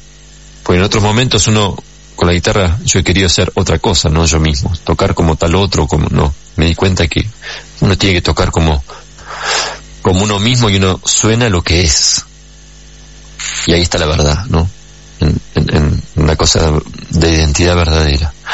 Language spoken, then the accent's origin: Spanish; Argentina; moved away; me hace más leve la pena de estar lejos de mi tierra amada, de mi Argentina, siempre con el deseo y el sueño de regresar